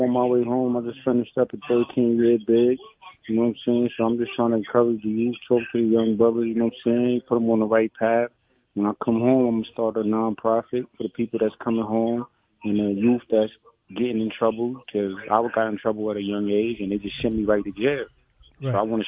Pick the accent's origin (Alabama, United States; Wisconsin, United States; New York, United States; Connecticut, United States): New York, United States; Well, I'm from Long Island, bro.